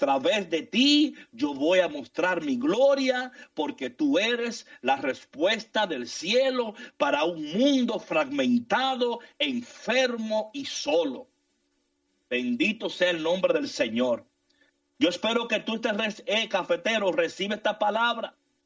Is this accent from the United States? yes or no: yes; New York, United States; yo me acuerdo cuando yo crecí en New York, a mí me encantaba jugar basketball.